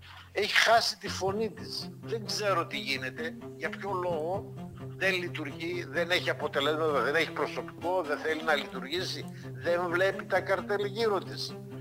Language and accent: Greek; Greece